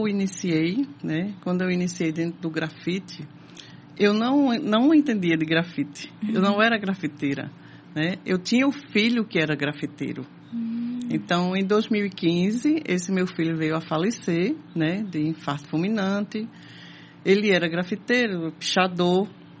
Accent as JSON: {"language": "Portuguese", "country": "Brazil", "said": "sou brasileira"}